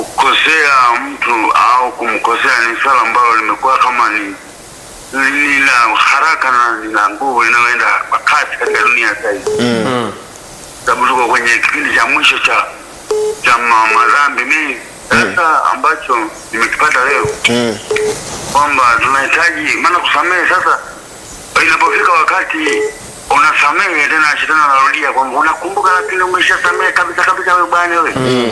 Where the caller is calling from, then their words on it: Njombe, Tanzania; Tumetoka Njombe hapa Tanzania.